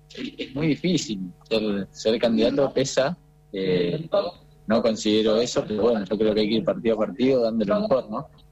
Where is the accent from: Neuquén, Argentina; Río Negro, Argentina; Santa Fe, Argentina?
Neuquén, Argentina; Yo vengo de Neuquén Capital.